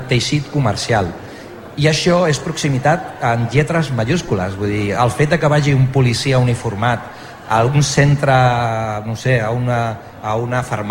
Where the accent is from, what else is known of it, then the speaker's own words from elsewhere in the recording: Sant Boi de Llobregat, Catalonia, Spain; Si és que jo he crescut a Sant Boi, a la ciutat de Sant Boi, he estudiat a Sant Boi, he treballat a Sant Boi, Sant Boi m'ha donat el millor de la meva vida.